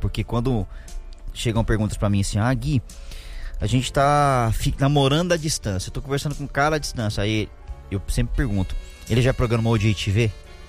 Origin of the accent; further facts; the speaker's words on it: Uberlândia, Minas Gerais, Brazil; Eu sou de Uberlândia.